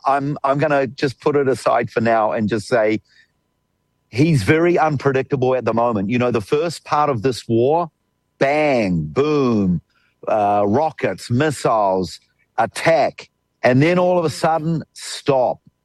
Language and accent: English; Netanya, Central District, Israel; I'm in my hometown of Netanya on the Mediterranean coast, about half an hour north of Tel Aviv, half an hour south of Haifa